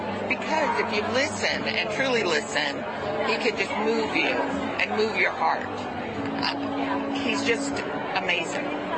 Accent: Peoria, Illinois, United States; born there; now in North Carolina, United States; I was born in Peoria

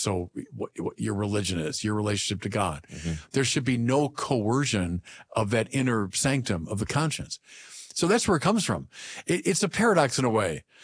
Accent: United States; But I'm entering into the public debate precisely as a Catholic and as an American.

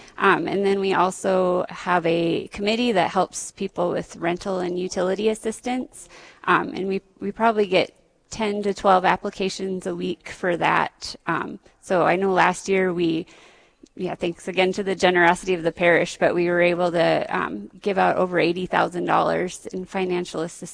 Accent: Fargo, North Dakota, United States; moved away; my faith has always been pretty important to me, and so growing up in Fargo

